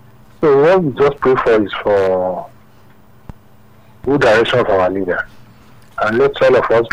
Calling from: Nigeria; I'm calling from Maina.

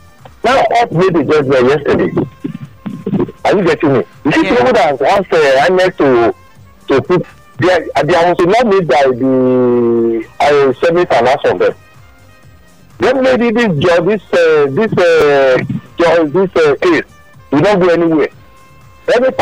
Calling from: Oba, Nigeria; I'm calling from Oba.

